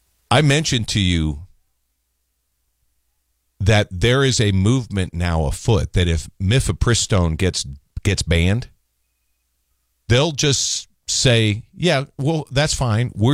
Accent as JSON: {"language": "English", "town": "Edina", "region": "Minnesota", "country": "United States", "tie": "born or raised there", "moved": "yes", "said": "I grew up in Edina."}